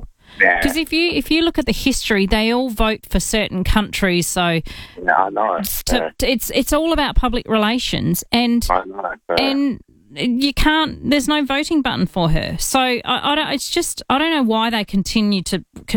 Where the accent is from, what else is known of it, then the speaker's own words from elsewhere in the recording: Australia; So it knows I'm from Australia.